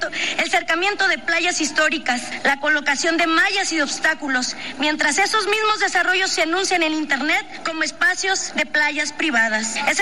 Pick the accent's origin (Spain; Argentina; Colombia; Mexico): Mexico; Nayarit; en Punta de Mita, en mi tierra Nayarit